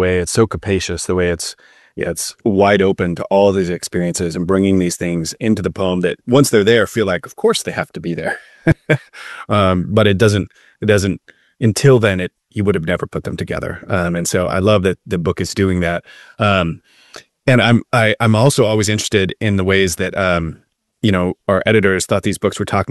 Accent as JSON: {"language": "English", "region": "Montana", "country": "United States", "tie": "born or raised there", "said": "my own growing up in Montana."}